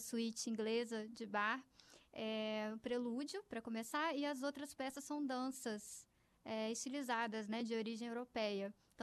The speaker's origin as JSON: {"language": "Portuguese", "town": "Juiz de Fora", "region": "Minas Gerais", "country": "Brazil", "said": "Eu sou mineira, de fora."}